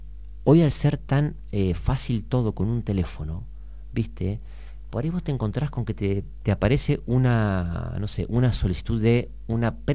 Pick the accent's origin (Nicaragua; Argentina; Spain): Argentina; nosotros tenemos un tema cultural como argentinos